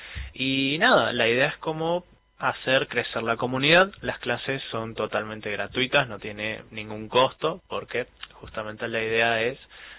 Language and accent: Spanish; El Dorado, Misiones, Argentina; soy de la Ciudad del Dorado